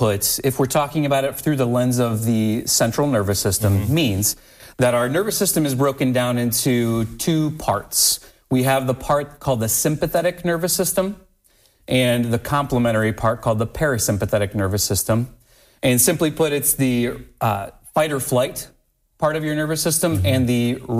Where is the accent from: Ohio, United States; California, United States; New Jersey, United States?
Ohio, United States; Waterville; also born or lived in Columbus, Ohio / Marietta, Georgia; I'm from Waterville. Grew up, went to Anthony Wayne High School, and moved down to Columbus for a brief stint at The Ohio State University